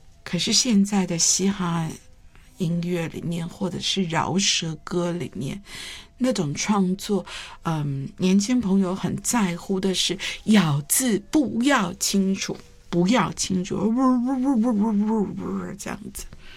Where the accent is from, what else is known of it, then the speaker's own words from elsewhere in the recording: Taiwan; 也许大陆的朋友比较好哈，因为你们有被就是一直还有保留着这一个部分的艺术。可是台湾已经是我们课本里面是有介绍相声艺术，但是学生距离它好远啊。